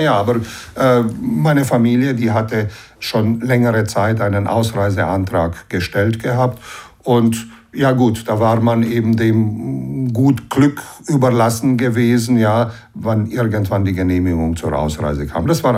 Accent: Banat, Romania; first language German; moved away as an adult; now in Germany; Ich bin Deutscher, ja, in Rumänien. Ich komme aus dem Banat, das ist im westlichen Rumänien. Das war früher halt Teil der K&K-Monarchie gewesen und war eben mit Deutschen besiedelt gewesen.

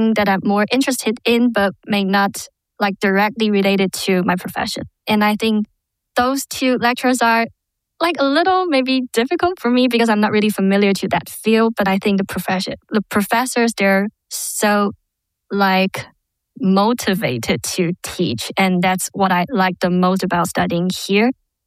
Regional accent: Taiwan; moved away as an adult; now in Karlsruhe, Germany; I'm from Taiwan, studying in the National Taiwan University back then.

